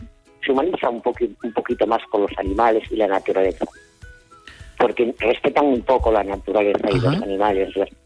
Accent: León, Castile and León, Spain; born there; now in Barcelona, Spain; Y yo, leonesa, yo nací en León, pero sí. Mi padre era de León.

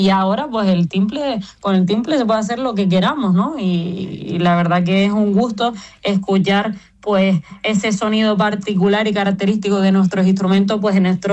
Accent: Valsequillo de Gran Canaria, Canary Islands, Spain; yo, que soy de Valsequillo, uno de los municipios que forma parte de esa medianía

